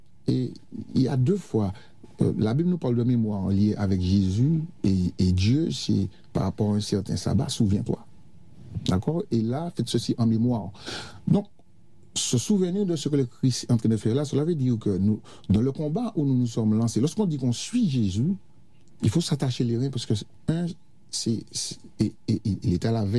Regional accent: Martinique; en tant que bon Martiniquais

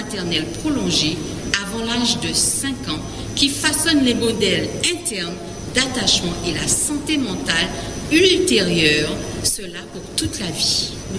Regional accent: Guadeloupe; chez nous en Guadeloupe.

